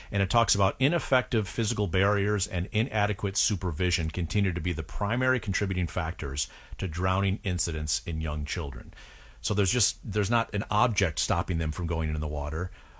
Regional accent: Iowa, United States; When I grew up, I didn't grow up in Florida. I grew up in Iowa. We had mandatory swimming in our high school.

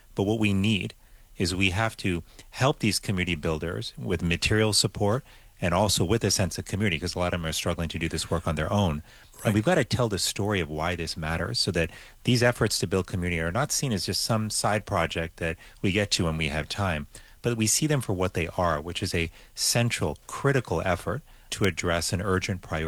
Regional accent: Miami, Florida, United States; moved away; I loved growing up in Miami. I did all my schooling in public schools in Miami.

